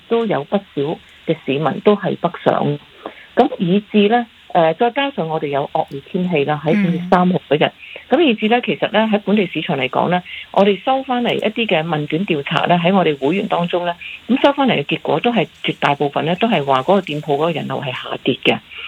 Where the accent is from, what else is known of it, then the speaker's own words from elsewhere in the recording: Hong Kong; 就都系我哋香港人外游嘅一个嘅黄金档期嚟嘅。